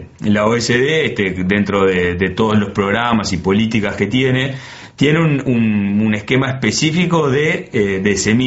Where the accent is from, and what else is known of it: Uruguay